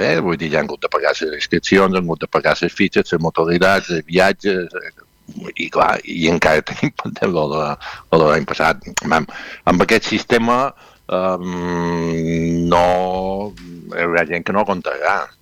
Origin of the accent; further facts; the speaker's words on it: Balearic Islands, Spain; Jo som mallorquí, el meu sponsor és mallorquí